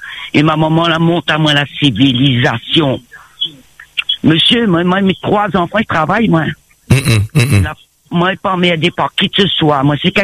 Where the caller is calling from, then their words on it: Entre-Deux, Réunion; Ben moi je suis à l'Entre-deux, moi je vis dans la commune de l'Entre-deux.